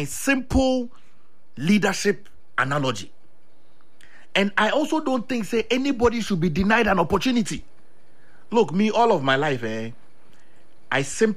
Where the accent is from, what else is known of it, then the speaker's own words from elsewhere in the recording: Accra, Greater Accra, Ghana; You see, me, I grew up in Bema Camp.